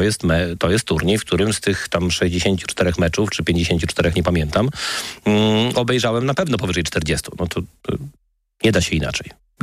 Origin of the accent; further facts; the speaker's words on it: Wrocław, Lower Silesian Voivodeship, Poland; We Wrocławiu z racji urodzenia na początku lat 80. wychowywałem się po pierwsze w kulcie koszykarskiego Śląska